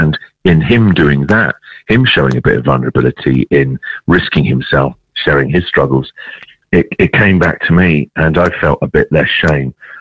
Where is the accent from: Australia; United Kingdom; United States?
United Kingdom; England; And obviously, I'm an English guy, the other side of the world.